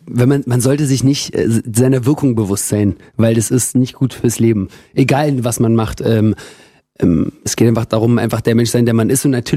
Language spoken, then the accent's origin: German; Berlin, Germany; Aber wenn du als Berliner Junge da in das Gebiet kommst, ist es erstmal einfach skurril.